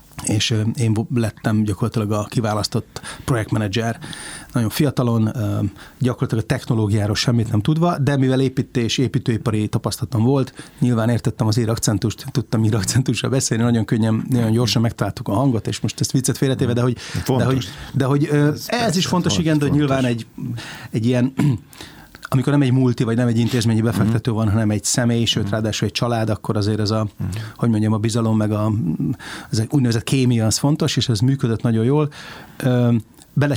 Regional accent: Székesfehérvár, Fejér, Hungary; born or raised there

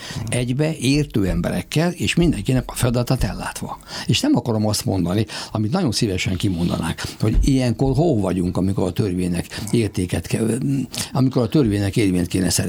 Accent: Ercsi, Fejér, Hungary; born there; Elcsibe születtem, a szívem csücske.

